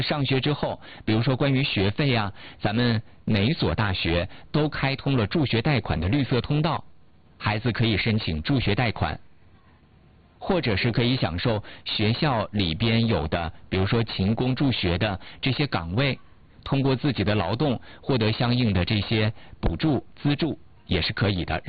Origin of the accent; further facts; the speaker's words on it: China; 我们中国人对于家的这个渴望